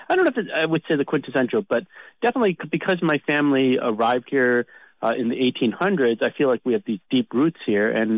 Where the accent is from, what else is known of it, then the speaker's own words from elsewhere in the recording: Detroit, Michigan, United States; Who was born and raised in Detroit, I actually never got a chance to see much of the outside of the 313.